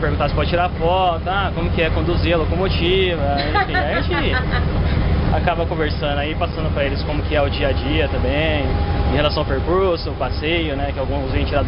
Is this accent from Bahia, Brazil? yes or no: no; São Paulo, Brazil; now in Caieiras, Brazil; sou aqui de São Paulo mesmo, moro em Caieiras.